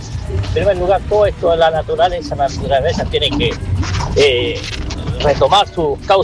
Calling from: Bulnes, Ñuble, Chile; Buen día, Radio Cariñosa de acá de Bulnes, Alfredo.

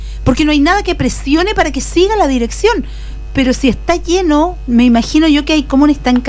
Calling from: Pichilemu, O'Higgins, Chile; Yo vivo en Pichilemu alrededor de 40 años.

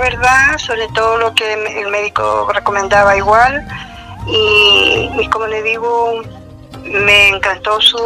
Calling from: Los Lagos, Chile; Estoy acá cerca de Osorno.

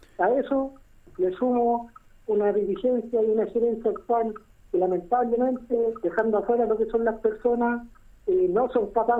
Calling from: Talca, Maule, Chile; Me llamo de Talca.

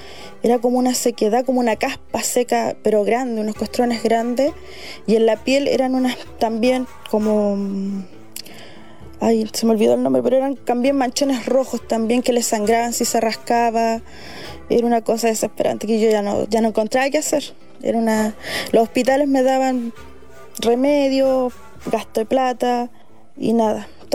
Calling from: Quilicura, Santiago Metropolitan Region, Chile; Yo vengo de Quilicura.

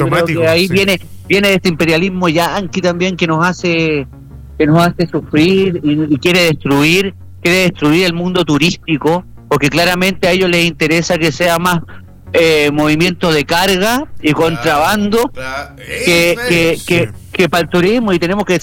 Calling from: Panama

